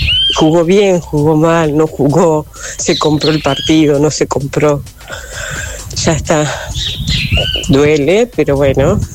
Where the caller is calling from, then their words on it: Argentina; nosotros somos argentinos